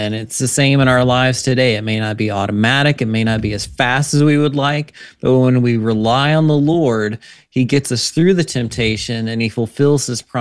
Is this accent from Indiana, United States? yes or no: yes; Indiana, United States; So that's the area where I grew up is in Indiana.